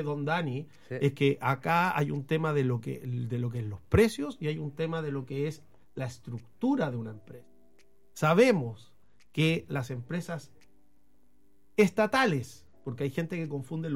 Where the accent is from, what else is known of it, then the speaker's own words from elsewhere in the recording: Valparaíso, Chile; Yo soy de Valparaíso